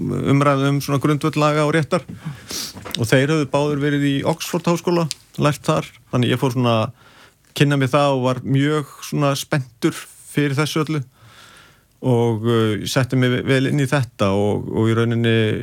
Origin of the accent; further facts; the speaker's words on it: Garðabær, Capital Region, Iceland; also born or lived in Reykjavík; Jú, ég alinn upp í Garðabæ, hérna flutti 2 ára gamall úr Breiðholtinu.